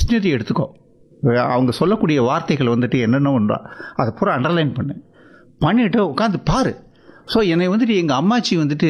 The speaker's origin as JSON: {"language": "Tamil", "area": "Pirandipatti", "region": "Tamil Nadu", "country": "India", "tie": "born or raised there", "also_born_or_lived": "Melur", "lives_now": "Madurai, India", "said": "என்னுடைய சொந்த ஊர் பிரண்டிப்பட்டி, அதாவது மேலூர் தாலுக்காவில் கொடுக்கம்பட்டி கிராமத்தில் உள்கடை கிராமம் எங்கள் ஊர். ஒரு ரிமோட் வில்லேஜ்னு சொல்லலாம்."}